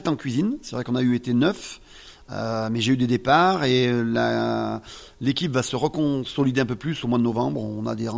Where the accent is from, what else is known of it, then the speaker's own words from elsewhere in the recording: Saint-Étienne, Auvergne-Rhône-Alpes, France; Alors, ça touche au-delà des limites, mais moi je suis stéphanois, hein.